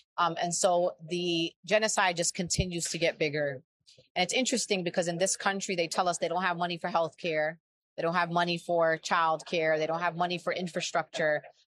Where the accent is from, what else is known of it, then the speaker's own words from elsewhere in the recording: New York City, New York, United States; I am a Palestinian-American organizer and activist born and raised in New York City.